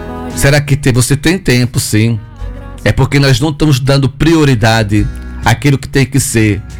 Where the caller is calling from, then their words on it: Carira, Sergipe, Brazil; Sou aqui de Careira, mas todos os dias estou viajando para Aracaju, um tratamento com a minha mãe.